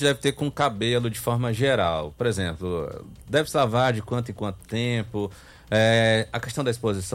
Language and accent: Portuguese; Fortaleza, Ceará, Brazil; Minha terrinha